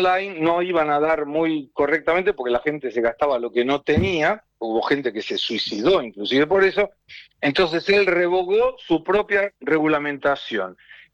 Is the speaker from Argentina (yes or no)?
yes; Argentina; now in São Paulo, Brazil; Soy el único argentino que tiene un programa propio en la televisión brasileña